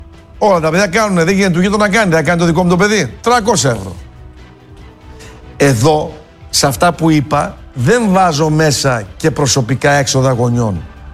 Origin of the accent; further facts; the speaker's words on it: Greece; η Ελλάδα, η πατρίδα μου